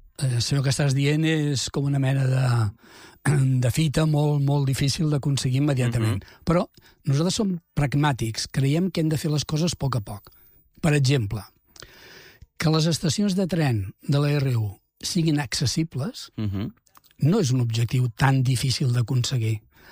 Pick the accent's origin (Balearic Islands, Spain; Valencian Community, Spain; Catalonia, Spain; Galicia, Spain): Catalonia, Spain; Vilassar de Mar; jo sóc de Vilassar de Mar, però a Premià passa exactament el mateix